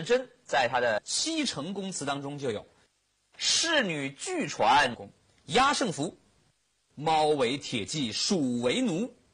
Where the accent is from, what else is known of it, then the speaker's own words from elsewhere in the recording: Inner Mongolia, China; born there; 因为巧了，我呢正好是出生在河套这个地方啊，这个地方现在呢，也是咱们中国的小麦主产区啊。那土地非常的肥沃，三面临河